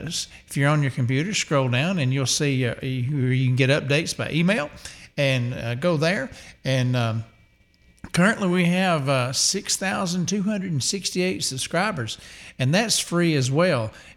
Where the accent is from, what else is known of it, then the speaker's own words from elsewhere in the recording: Alabama, United States; Oxford, Alabama, close to my hometown.